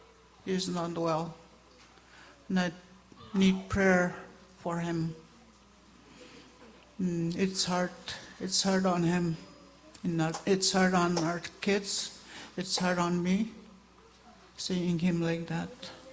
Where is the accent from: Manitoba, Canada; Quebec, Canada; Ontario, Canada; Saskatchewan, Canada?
Manitoba, Canada; Garden Hill; We're from Garden Hill. There's six of us that came.